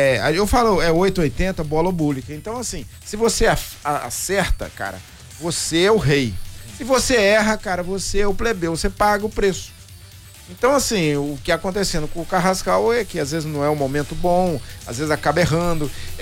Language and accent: Portuguese; Rio de Janeiro, Brazil; eu sou do estado do Rio